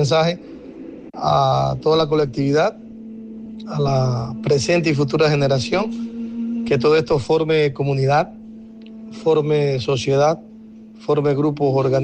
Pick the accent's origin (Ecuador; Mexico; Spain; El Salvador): Ecuador; Manabí; en la parte de lo que somos, los manabitas.